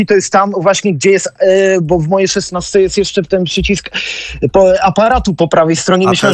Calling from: Bydgoszcz, Kuyavian-Pomeranian Voivodeship, Poland; u mnie w Bydgoszczy

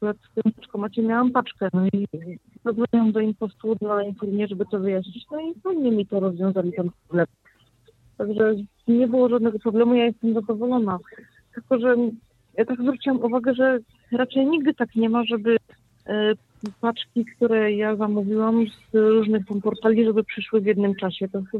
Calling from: Jaworzno, Silesian Voivodeship, Poland; Ja akurat mieszkam w Jaworznie

